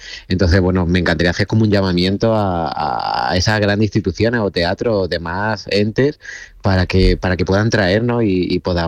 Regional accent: Úbeda, Andalusia, Spain; se hizo el estreno solo, que se hizo en Úbeda, en mi ciudad natal, en el Festival de Escena Patrimonio

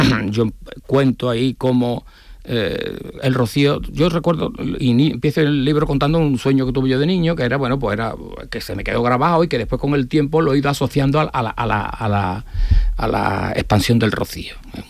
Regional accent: Hinojos, Andalusia, Spain; Hinojo es un pueblo muy pequeño. Entonces, ya sabéis que lindamos con Almonte en el arroyo del Anjolí o en Caño Marín, según se entienda

